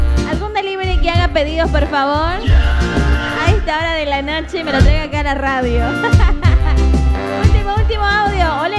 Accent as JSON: {"language": "Spanish", "region": "La Paz", "country": "Bolivia", "moved": "yes", "lives_now": "Santa Cruz de la Sierra, Bolivia", "said": "Cuenta que yo soy de La Paz, pues soy come papa y come chuño."}